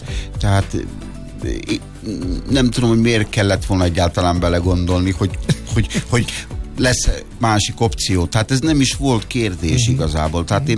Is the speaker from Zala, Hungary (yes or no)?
no; Sárospatak, Borsod-Abaúj-Zemplén, Hungary; A nagyapám két hangszeres volt, és ahonnan én származom, Sárospatakról, egy nagyon-nagyon elismert zenész volt